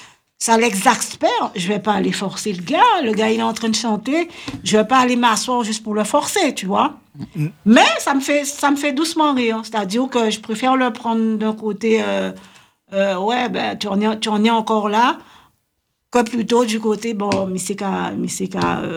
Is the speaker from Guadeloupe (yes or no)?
yes; Guadeloupe; moved away; J'étais en vacances chez moi en Guadeloupe, hein.